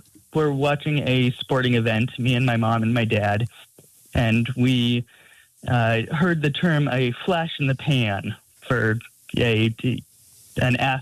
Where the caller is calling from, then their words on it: San Luis Obispo, California, United States; I'm calling from San Luis Obispo, California.